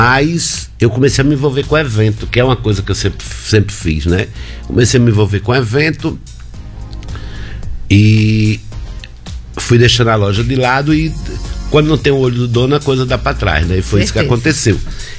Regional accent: Natal, Rio Grande do Norte, Brazil; now in Mossoró, Brazil; Eu sou de Natal.

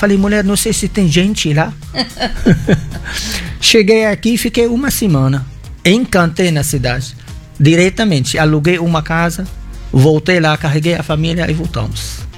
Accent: Lebanon; Portuguese is a second language; moved away as an adult; now in Mossoró, Brazil; Sim, sou libanês de origem e tenho 30 anos no Brasil.

